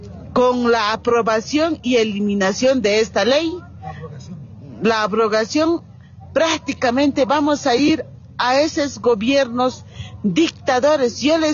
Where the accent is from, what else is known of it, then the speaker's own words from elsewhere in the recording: Bolivia; hemos podido tener esta preparación como bolivianas, como bolivianos.